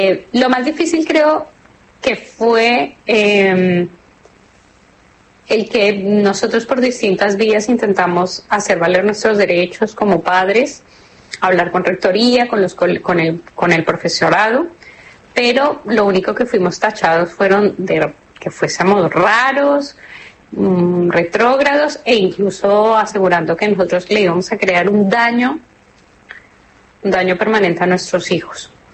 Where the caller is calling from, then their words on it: Colombia; de Colombia, tengo 5 hijos